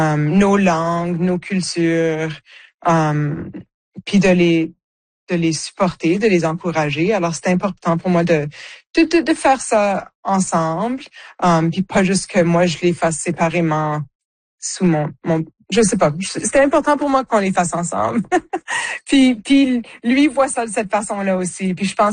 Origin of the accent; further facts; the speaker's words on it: the Prairies, Canada; c'est certainement d'où moi je viens. Mais je pense que n'importe qui vit dans les prairies a ce sentiment-là